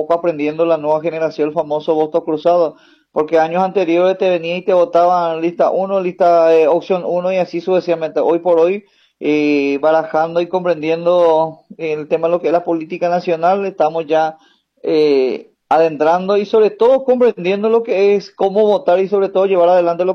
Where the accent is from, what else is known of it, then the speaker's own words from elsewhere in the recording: Paraguay; es el momento que nosotros como ciudadanos paraguayos, como pueblos indígenas que somos, tanto en CEP, tanto Sanapaná, llevemos el timón